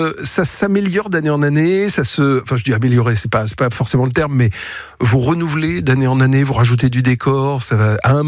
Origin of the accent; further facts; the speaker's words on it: Hauts-de-France, France; now in Toulouse, France; moi, je suis du Nord. On est des parasites ici à Toulouse.